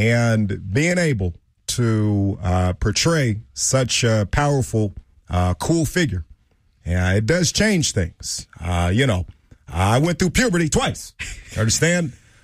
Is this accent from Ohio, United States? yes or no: no; Chicago, Illinois, United States; You know I do. I do. I'm from Chi-Town, baby.